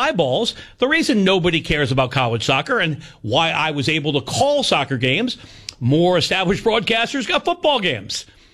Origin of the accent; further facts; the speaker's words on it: New York tri-state area, United States; my mom and I watched the telethon every year on growing up in the New York Tri-State area on Channel 9